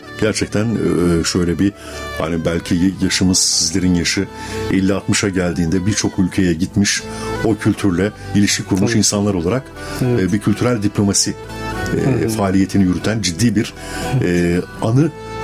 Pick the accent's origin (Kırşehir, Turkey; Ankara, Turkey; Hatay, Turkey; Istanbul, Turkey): Kırşehir, Turkey; Dedim ki ben aslen Kırşehirliyim.